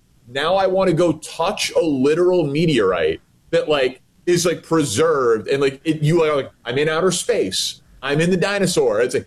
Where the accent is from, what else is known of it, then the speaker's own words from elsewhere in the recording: Chicago, Illinois, United States; moved away; I'm a Chicagoan. I'm from Chicago.